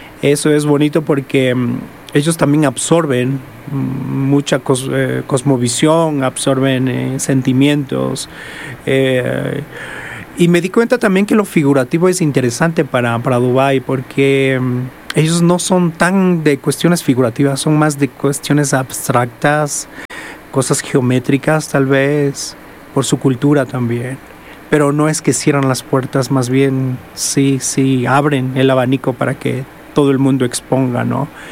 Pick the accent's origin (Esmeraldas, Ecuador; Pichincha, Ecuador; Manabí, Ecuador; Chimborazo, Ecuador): Pichincha, Ecuador; Quito; born there; now in Cuenca, Ecuador